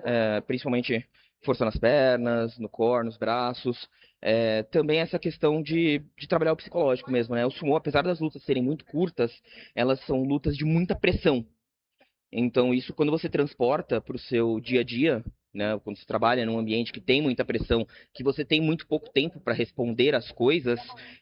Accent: São Paulo, Brazil; Sou daqui de São Paulo.

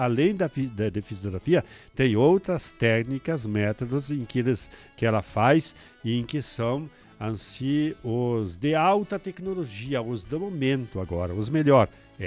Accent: Brazil; A gente como brasileiros, né? Nós como a gente se orgulha da nossa pátria, de ser brasileiro.

